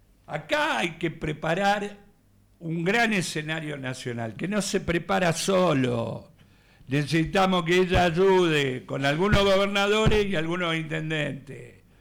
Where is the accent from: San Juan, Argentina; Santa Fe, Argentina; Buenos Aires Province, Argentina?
Buenos Aires Province, Argentina; Gregorio de Laferrere; Yo soy negro de la Ferrere.